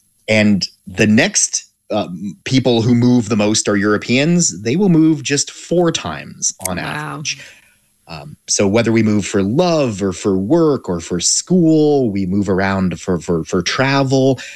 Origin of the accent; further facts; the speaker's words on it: Canada; now in United States; the little secret is I'm not American. I am now. I'm sharing that with all of the listeners out there. But I grew up in Canada